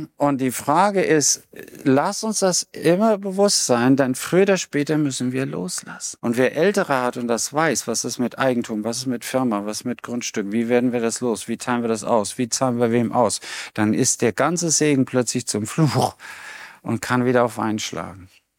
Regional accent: Rhineland-Palatinate, Germany; now in Stuttgart, Germany; Ich komme ja aus Rheinland-Pfalz. Und dann kam ich nach Stuttgart.

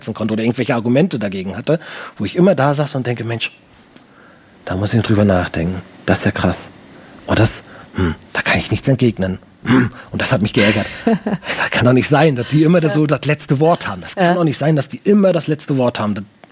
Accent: Germany; Das ist an der Ostsee, ich komme aus der Nähe von der Ostsee. Ich dachte, das ist auch an der Ostsee.

